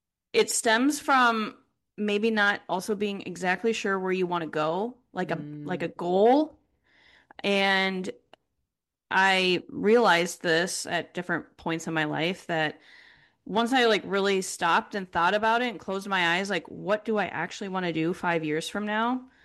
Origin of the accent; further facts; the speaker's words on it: Minnesota, United States; I grew up just outside of Minneapolis, Minnesota